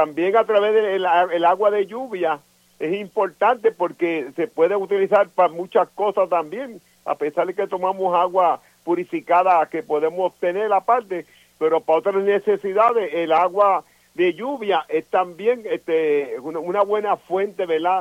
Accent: Vega Baja, Puerto Rico; yo me crié en Almirante Sur, vivo actualmente en Vega Maja, pero en el Almirante

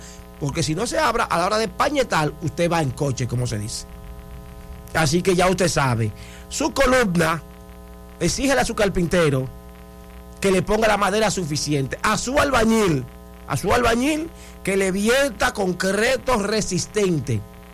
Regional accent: Dominican Republic; como dominicanos que somos

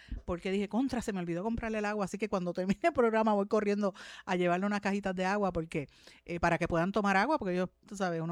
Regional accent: Puerto Rico; Yo soy puertorriqueña ante todo, yo amo a mi país.

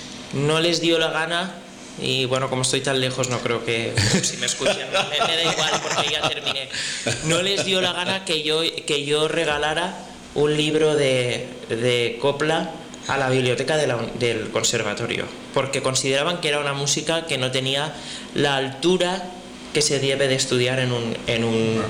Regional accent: Valencian Community, Spain; born there; mi pueblo porque yo nací allí

